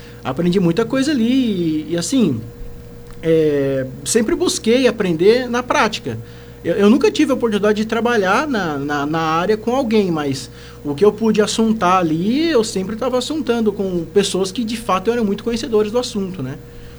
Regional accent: Brazil; hoje ali no Santa Cecília, onde eu fui criado praticamente minha vida inteira

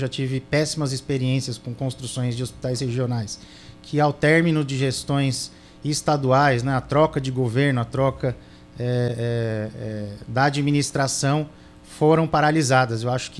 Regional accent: São Paulo, Brazil; Eu sou de família política da Zona Sul, natural da Zona Sul de São Paulo.

